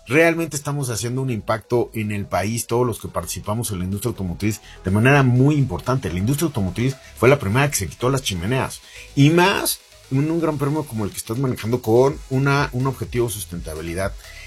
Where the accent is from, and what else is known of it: Mexico